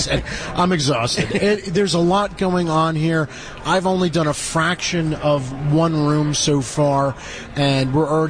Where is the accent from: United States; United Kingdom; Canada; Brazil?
United States; New Jersey; I'm from New Jersey, which is behind enemy lines.